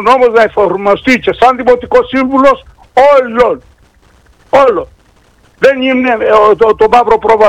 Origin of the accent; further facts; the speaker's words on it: Ierapetra, Crete, Greece; Εγώ είμαι από την Ιερά Πέτρα.